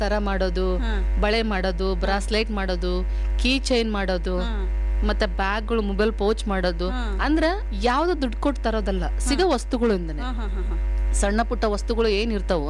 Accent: Hanumanahalli, Karnataka, India; ನನ್ನ ತವ್ರ ಮನೆ ಗಂಗಾವತಿ, ಅದ್ರ ಹತ್ರದಲ್ಲಿ ಬರೋ ಹನುಮನಹಳ್ಳಿ. ಇವಾಗ ಅಂಜಿನಾದ್ರಿ ಬೆಟ್ಟ ಅಂತಾರಲ್ಲ ಅದೇ ಊರು ನನ್ನ ಊರು.

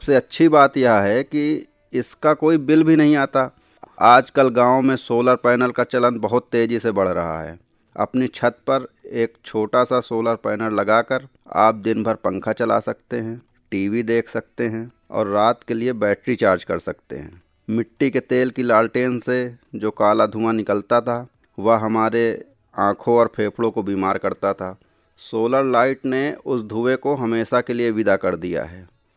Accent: Uttar Pradesh, India; हमारे उत्तर प्रदेश में, खास तौर पर अवध के इलाके में

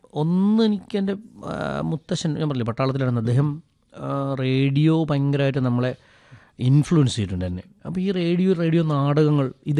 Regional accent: Kerala, India; പല പല വീടുകൾ, പല നാടുകളിൽ നിന്ന്, കേരളത്തിൻ്റെ വിവിധ സ്ഥലങ്ങളിൽ നിന്ന് വന്നു, പല ജാതി ആളുകൾ, പല മതങ്ങൾ

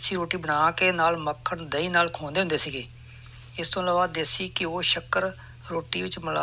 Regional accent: Sahibajpur, Punjab, India; born there; ਮੇਰਾ ਜਨਮ ਪਿੰਡ ਸਹਿਬਾਜਪੁਰ ਜ਼ਿਲ੍ਹਾ ਤਰਨ ਤਾਰਨ ਵਿੱਚ ਹੋਇਆ ਸੀ

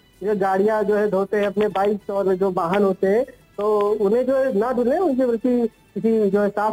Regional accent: Barabanki, Uttar Pradesh, India; now in Lucknow, India; मैं बाराबंकी का रहने वाला हूँ, वर्तमान समय में … लखनऊ से बात कर रहा हूँ।

